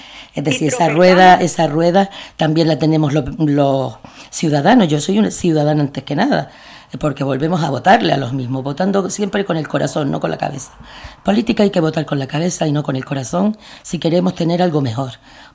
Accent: Santa Brígida, Canary Islands, Spain; born there; yo estoy en Santa Brígida, es decir, yo me he presentado en Santa Brígida, que donde el pueblo que me vio nacer.

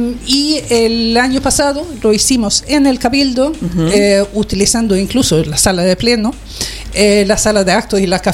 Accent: Sweden; Spanish is a second language; moved away as an adult; now in Lanzarote, Spain; mi historia es también que soy sí. sueca.

